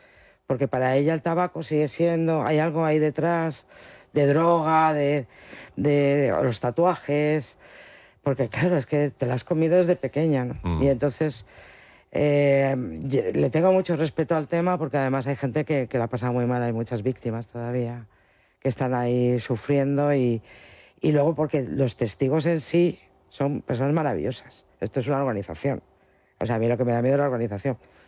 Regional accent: Spain

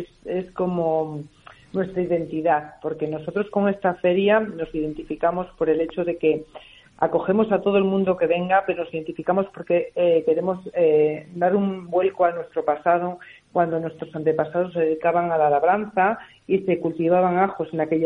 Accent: San Miguel de las Dueñas, Castile and León, Spain; vengo a invitaros a todos a mi pueblo, a San Miguel de las Dueñas

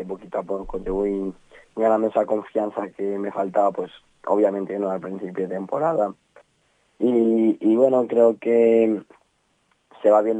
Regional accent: Madrid, Community of Madrid, Spain; born there; yo nací en Madrid, pero obviamente después mis padres son de Burgondo

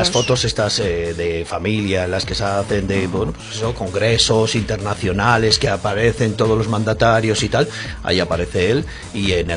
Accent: Castile and León, Spain; pero luego también la belleza de los que somos ciudadanos de Castilla y León.

